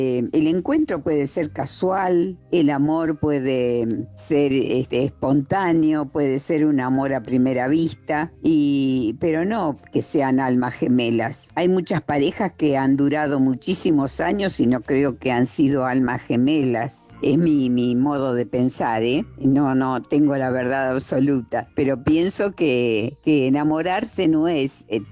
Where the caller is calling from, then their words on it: Rosario, Santa Fe, Argentina; Hola Luisa, Celeste y grupo del Te Escucho … de Rosario.